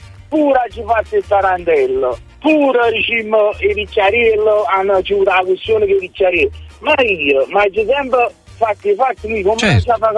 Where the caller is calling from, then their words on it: Grumo Nevano, Campania, Italy; sono di Grumonevano.